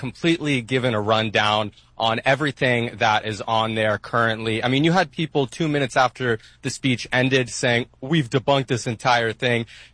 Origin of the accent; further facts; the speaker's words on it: Los Angeles, California, United States; I am from, to add a personal note to this, I am from